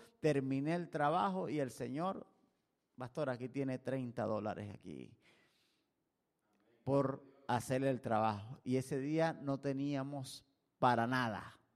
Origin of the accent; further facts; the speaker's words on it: Venezuela; moved away as an adult; also born or lived in Puerto Armuelles, Panama; ahora aquí estamos comiendo como buenos venezolanos arepa todos los días.